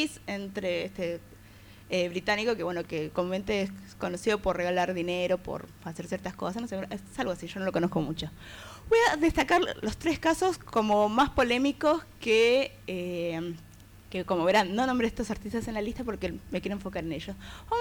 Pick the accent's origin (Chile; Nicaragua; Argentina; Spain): Argentina